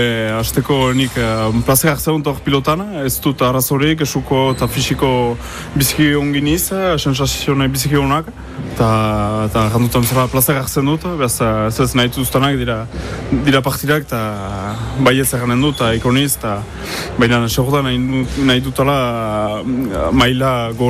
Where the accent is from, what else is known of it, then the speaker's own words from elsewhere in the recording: Saint-Étienne-de-Baïgorry, Nouvelle-Aquitaine, France; 25 urtetut, eta Baigurrikoan iz.